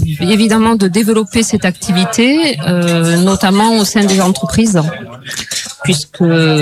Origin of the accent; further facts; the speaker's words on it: Gega, France; moi je suis originaire de Gega depuis ma tendre enfance.